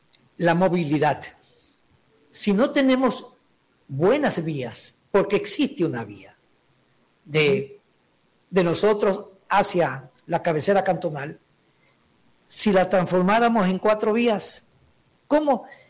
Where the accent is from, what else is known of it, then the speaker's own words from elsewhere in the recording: Ecuador; Pido como ecuatoriano que se hagan la forma más correcta.